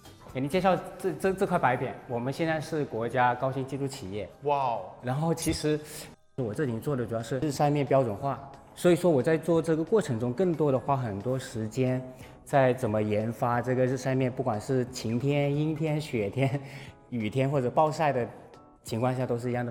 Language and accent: Chinese; Chaoshan, Guangdong, China; moved away as an adult; now in Taojiang, China; 我们潮汕人